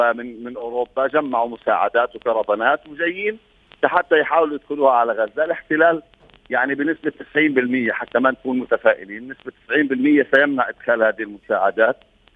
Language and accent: Arabic; Palestine; إحنا نرفض كفلسطينيين